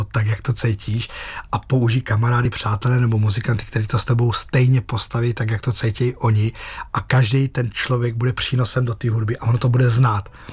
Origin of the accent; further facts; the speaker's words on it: Plzeň Region, Czechia; jsem vyrůstal na Rokycansku